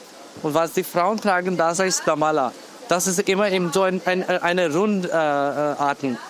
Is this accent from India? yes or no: yes; India; first language pa; German is a second language; Indische Sprache heißt Punjabi, das ist unsere Muttersprache.